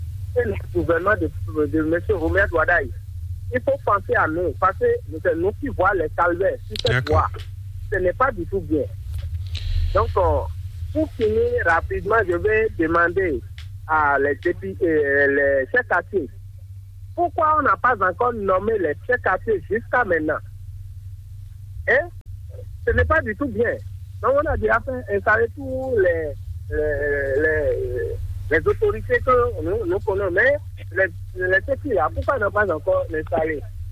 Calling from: Cotonou, Littoral, Benin; Je vous appelle depuis Atata, du arrondissement de Cotonou, ce matin

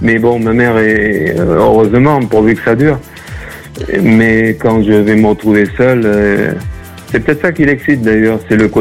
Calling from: Nouvelle-Aquitaine, France; Du bassin d'Arcachon

